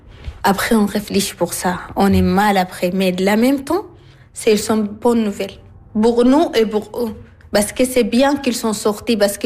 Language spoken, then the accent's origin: French; Sudan; French is a second language; moved away; J'ai 33 ans. Je viens de Soudan. Je suis allée à Libye. Après, on continue jusqu'à Italie.